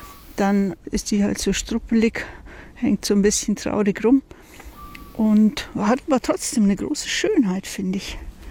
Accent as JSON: {"language": "German", "region": "Bavaria", "country": "Germany", "tie": "born or raised there", "moved": "yes", "lives_now": "Lower Franconia, Germany", "said": "Ich bin ja im Allgäu aufgewachsen, im Ostallgäu, zwischen diesen grünen Kuhwiesen. Ich lebe seit 20 Jahren hier in Unterfranken, in der Weinbaugegend."}